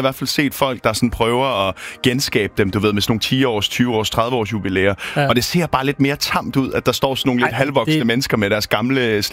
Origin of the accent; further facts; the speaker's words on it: Zealand, Denmark; now in Bornholm, Denmark; jeg er jo oprindeligt fra Sjælland, og der er måske også nogle af de bornholmske unge her på øen